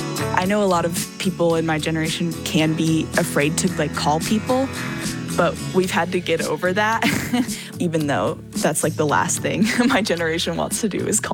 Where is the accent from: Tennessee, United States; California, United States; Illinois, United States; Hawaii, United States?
Tennessee, United States; Nashville; born or raised there